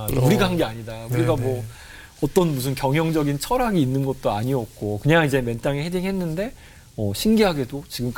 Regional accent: South Korea; 저도 이제 한국인이지만

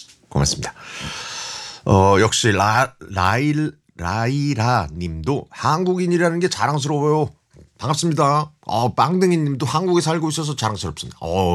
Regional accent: South Korea; now in Jeju, South Korea

